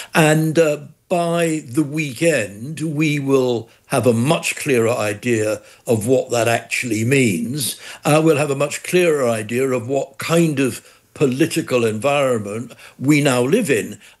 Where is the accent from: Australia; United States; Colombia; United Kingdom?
United Kingdom; London; I'm a Londoner, and like all Londoners, there is an election in the borough where I live.